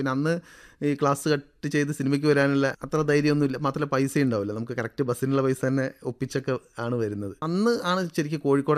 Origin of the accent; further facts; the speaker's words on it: Vallikkunnu, Kerala, India; born there; also born or lived in Uppatti, Nilgiris, Tamil Nadu / Kallai, Kozhikode; അച്ഛൻ പക്ഷേ ഞാനൊക്കെ ജനിച്ച സമയത്ത് തന്നെ വള്ളിക്കുന്നിലേക്ക് താമസം മാറിയിട്ടുണ്ട്. അമ്മയുടെ കല്യാണം കല്ലായിലേക്കായിരുന്നു, പക്ഷേ പിന്നീട് ഞാൻ താമസിക്കുന്നത് വള്ളിക്കുന്നായിരുന്നു. പക്ഷേ ആ സമയത്ത് ഞാൻ നീലഗിരിയിലായിരുന്നു. അമ്മയുടെ വീട്ടിൽ നിന്നിട്ടാണ് ഞാൻ 5-ാം ക്ലാസ് വരെ പഠിച്ചത്